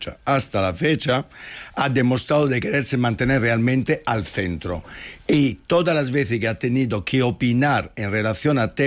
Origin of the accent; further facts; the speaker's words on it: Italy; a mí eso me da, a mí como italiano es que me da una vergüenza.